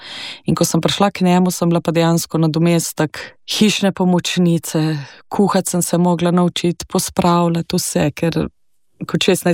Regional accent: Bohinjska Bela, Upper Carniola, Slovenia; Prihajam iz Gorenjske, iz Bohinjske Bele.

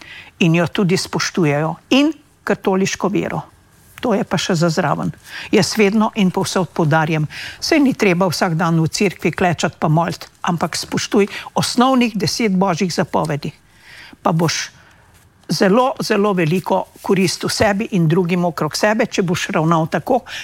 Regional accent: Upper Savinja Valley, Slovenia; now in Spain; sama izhajam iz Gornje Savinjske doline.

